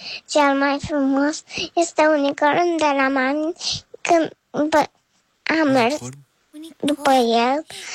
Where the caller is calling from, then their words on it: Bucharest, Romania; din București, am 4 ani